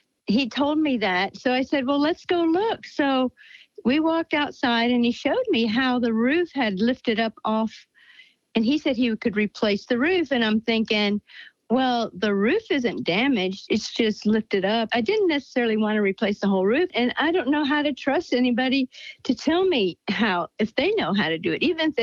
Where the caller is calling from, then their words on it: Virginia, United States; I'm calling from Warren County, Virginia.